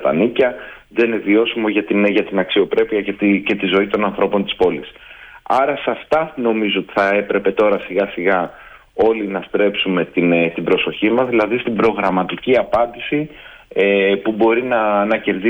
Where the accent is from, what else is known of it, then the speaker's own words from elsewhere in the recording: Athens, Attica, Greece; για να σας πω ένα συγκεκριμένο παράδειγμα για το στεγαστικό από την πόλη μου, από το Δήμο Αθηναίων.